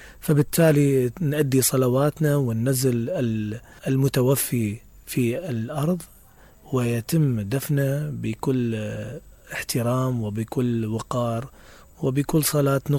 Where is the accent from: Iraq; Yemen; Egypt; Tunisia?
Iraq; Basra, Basra Governorate; احنا عندنا في البصرة